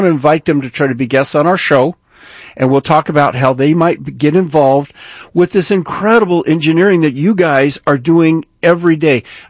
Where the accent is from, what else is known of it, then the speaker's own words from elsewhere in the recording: Prescott, Arizona, United States; You and I off the air, we're talking about Emery Riddle up in Prescott, Arizona, my hometown.